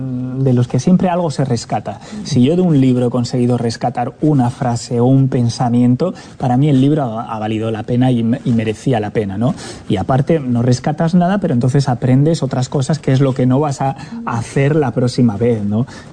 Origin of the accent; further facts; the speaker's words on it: Bilbao, Basque Country, Spain; moved away as an adult; also born or lived in France; now in Uruguay; yo soy de Bilbao, yo soy vasco. Soy de mi tierra.